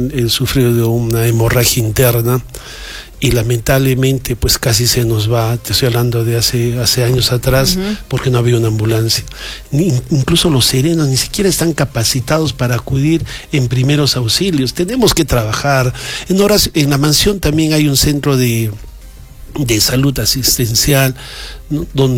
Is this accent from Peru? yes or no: yes; Socabaya, Arequipa, Peru; nosotros los socabayinos